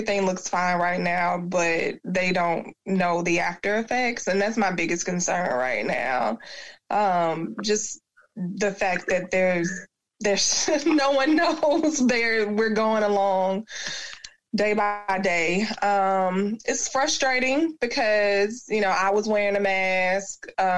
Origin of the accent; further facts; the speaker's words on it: Jacksonville, Florida, United States; born there; I was born in Florida, in Jacksonville, of all places, on the northwest side of town, where we're often neglected and things like that.